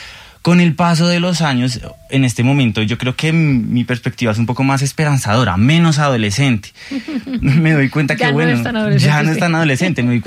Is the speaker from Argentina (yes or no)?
no; Colombia; como sociedad colombiana tenemos un deseo por migrar